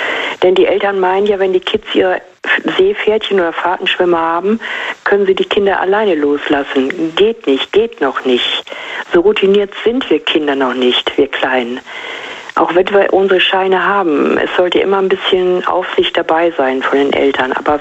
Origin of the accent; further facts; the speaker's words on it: Germany; ich bin auf dem Land groß geworden und die Weser war halt im Sommer unser absoluter Treffpunkt